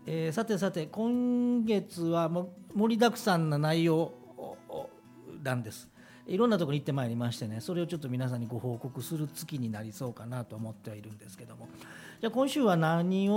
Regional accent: Kansai, Japan; 僕ら関西の人間からすると

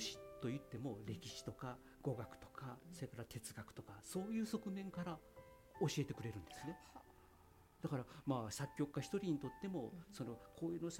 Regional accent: Osaka, Japan; 僕大阪の育ちなんですが、

